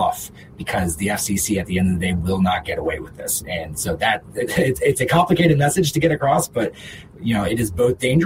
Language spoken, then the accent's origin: English; United States; as an American